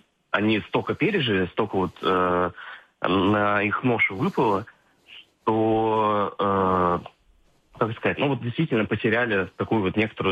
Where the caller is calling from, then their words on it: Saint Petersburg, Russia; я, как житель Санкт-Петербурга, я не могу говорить, что я вот ленинградец